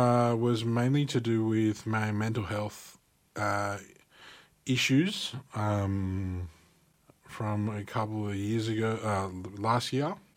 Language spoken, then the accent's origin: English; Sydney, New South Wales, Australia; now in Wagga Wagga, Australia; I'm originally from Sydney, and trying to find a dog-friendly place up there.